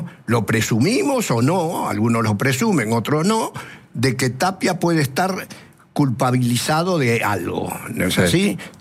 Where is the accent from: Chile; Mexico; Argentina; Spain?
Argentina